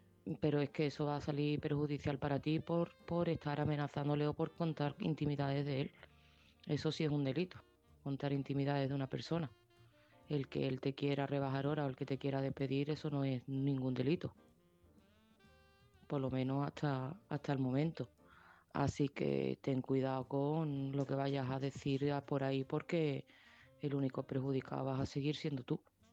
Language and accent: Spanish; Seville, Andalusia, Spain